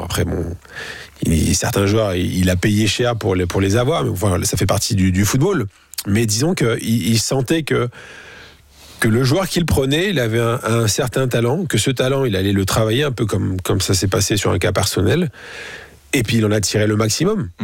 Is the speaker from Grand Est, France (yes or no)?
yes; Reims, Grand Est, France; born there; Je viens d'une famille qui est catholique, Portugal, France. Vous l'avez dit, je suis né à Reims. Et pour moi, c'était important de garder cette culture qui est en moi.